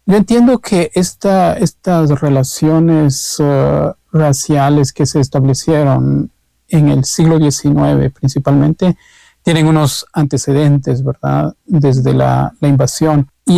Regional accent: Kaqchikel area, Guatemala; soy cachiquel y soy investigador de la Universidad de San Carlos de Guatemala.

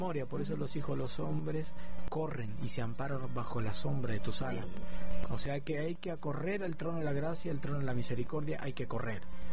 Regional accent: Argentina; soy argentino

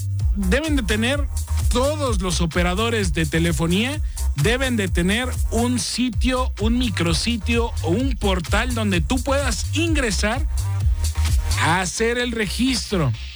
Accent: Mexico

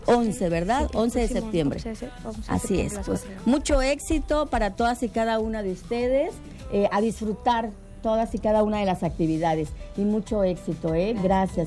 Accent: Mexico; De nosotros como mexicanos, hombres y mujeres fuertes

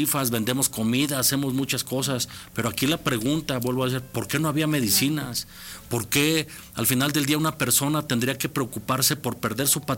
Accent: Mexico; como ciudadanos, como mexicanos

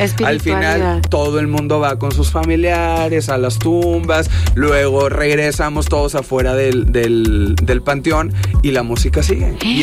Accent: Mexico

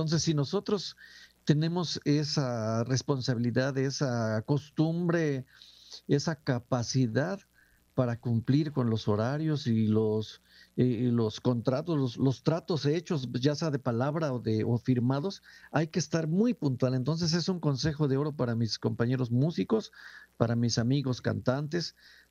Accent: Huatusco, Veracruz, Mexico; now in Xalapa, Mexico; Pues bueno … yo nací en Huatusco, Veracruz. Saludo a todos mis paisanos de Huatusco, de toda la zona por allá

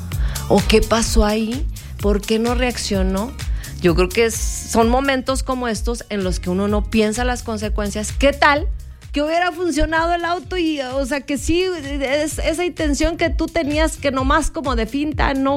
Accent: Comarca Lagunera, Mexico; yo me quedé sola en Monterrey. Soy de La Laguna, afuera del antro

